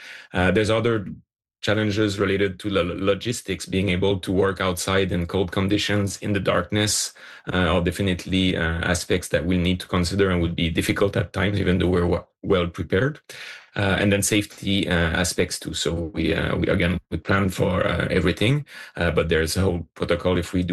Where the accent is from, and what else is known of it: Quebec, Canada